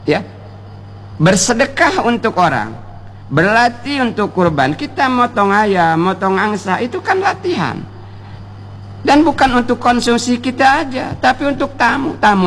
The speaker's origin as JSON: {"language": "Indonesian", "region": "Bangka Belitung Islands", "country": "Indonesia", "said": "kata kita orang Bangka."}